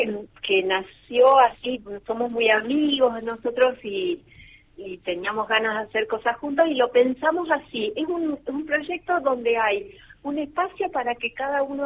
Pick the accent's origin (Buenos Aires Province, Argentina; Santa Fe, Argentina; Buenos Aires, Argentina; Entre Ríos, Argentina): Entre Ríos, Argentina; Federal; Yo soy de Federal. Ahí del va. Centro norte, mira, de Entre Ríos.